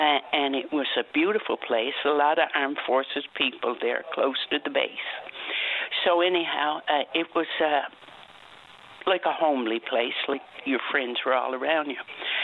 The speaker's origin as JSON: {"language": "English", "region": "Newfoundland and Labrador", "country": "Canada", "said": "and I'm a Newfoundlander first, I fought with to be a British subject when I joined the forces, and I'll always be a British subject."}